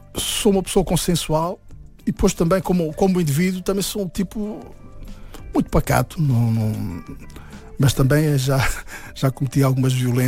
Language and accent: Portuguese; Portugal; e quando cresci em Portugal sentia essa pressão muito grande durante muito tempo.